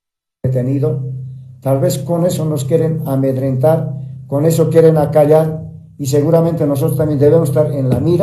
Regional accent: Bolivia

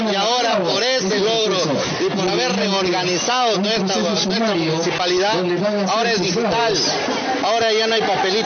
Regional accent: Amarilis, Huánuco, Peru; por el amor que lo tengo a mi tierra, por el amor que tengo a Amarilis, que me dio todo lo que soy.

